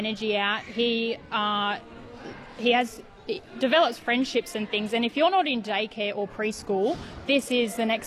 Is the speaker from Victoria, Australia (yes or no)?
no; Kempsey, New South Wales, Australia; born there; I was born in Kempsey, and I live in South Kempsey at the moment.